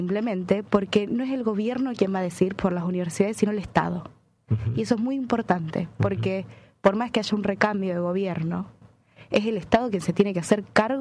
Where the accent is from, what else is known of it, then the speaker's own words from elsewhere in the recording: Misiones, Argentina; Yo soy de Misiones, por ejemplo. El esfuerzo que hace mi familia para bancarme acá un alquiler es tremendo.